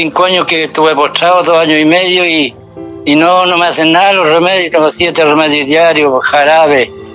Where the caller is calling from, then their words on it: San Javier, Maule, Chile; De San Javier, de la provincia de Linares, séptima región.